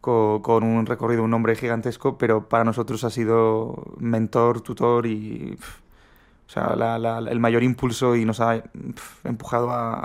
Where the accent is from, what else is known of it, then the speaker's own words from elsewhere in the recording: Catalonia, Spain; Es que yo soy catalán, entonces era claro, era mi zona